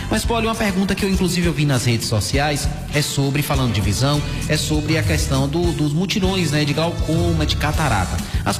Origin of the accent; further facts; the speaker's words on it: Maniaçu, Bahia, Brazil; now in Caetité, Brazil; eu sou de Maniaçu, mas eu vim para Caetité, tô aqui perto do CAI 3